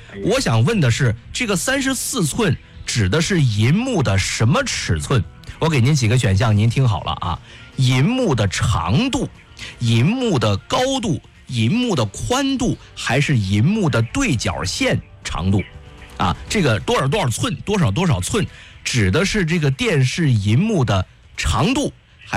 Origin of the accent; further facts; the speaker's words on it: Shandong, China; moved away; 平常我们老家啊，是山东啊